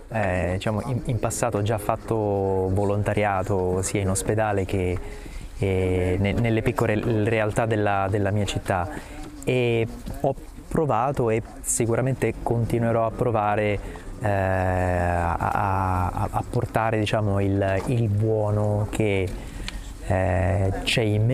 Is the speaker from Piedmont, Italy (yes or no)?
no; Cosenza, Calabria, Italy; vengo da Cosenza in Calabria. Ho 33 anni